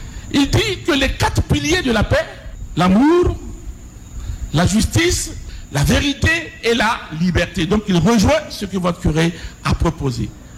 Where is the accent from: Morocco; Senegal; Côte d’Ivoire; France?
Côte d’Ivoire; Chez nous en Côte d'Ivoire